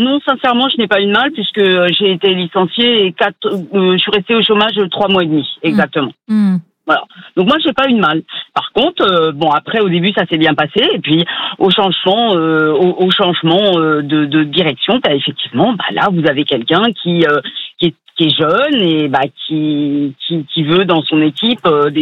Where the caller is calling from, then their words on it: Mennecy, Île-de-France, France; je vous appelle de Mennecy, dans le 91.